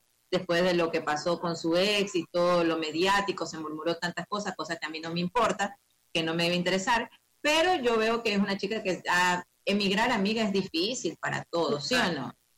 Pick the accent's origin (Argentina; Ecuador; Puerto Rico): Ecuador; yo soy ecuatoriano.